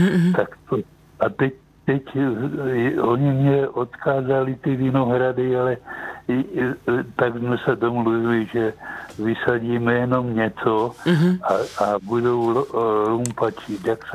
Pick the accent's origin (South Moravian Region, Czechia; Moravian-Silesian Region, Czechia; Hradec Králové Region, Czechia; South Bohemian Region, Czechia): South Moravian Region, Czechia; Strážnice; now in Brno, Czechia; Ještě jedno, já jsem se narodil ve Strážnici a bývám v Brně.